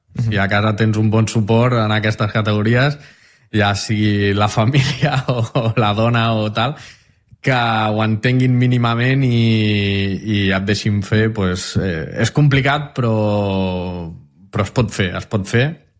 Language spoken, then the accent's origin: Catalan; Maçanet de la Selva, Catalonia, Spain; A part, jo sóc de Massanet.